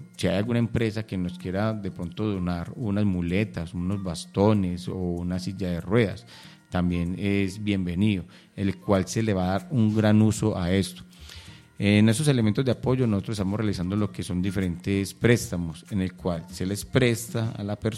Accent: Angostura, Antioquia, Colombia; Ustedes saben que nosotros somos de acá. Yo soy de acá de Angostura

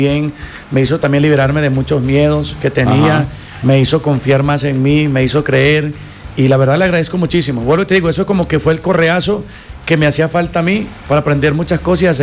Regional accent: Venezuela; now in Colombia; O sea, yo empecé de cero acá en Colombia.

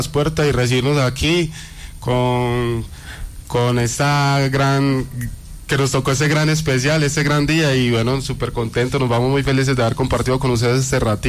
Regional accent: Antioquia, Colombia; born there; also born or lived in Urabá, Antioquia / Rionegro, Antioquia; now in Medellín, Colombia; En estos momentos yo resido en la ciudad de Medellín. Ajá. Viví mucho tiempo en Río Negro. Nací en el Urabá antioqueño, pero siempre he vivido aquí en tierras paisas.

